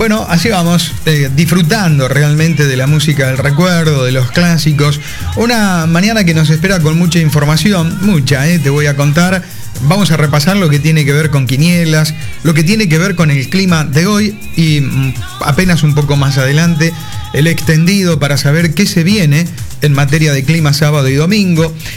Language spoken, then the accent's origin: Spanish; Argentina